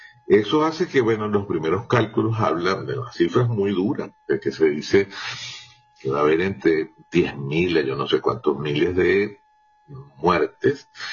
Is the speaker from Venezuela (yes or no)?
yes; Venezuela; La realidad es que estamos muy compungidos, pues, como venezolanos, ante este evento